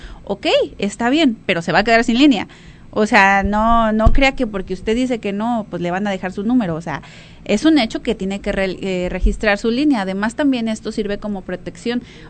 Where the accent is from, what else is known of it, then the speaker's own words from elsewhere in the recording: Mexico; ¿por qué nos tienen catalogados así a los mexicanos?